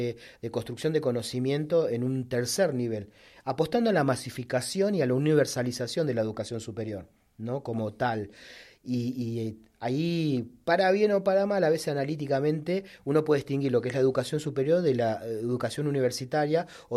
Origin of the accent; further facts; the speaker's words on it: Boulogne Sur Mer, Buenos Aires Province, Argentina; yo vengo del Bajo Boulogne, de la villa del Bajo Boulogne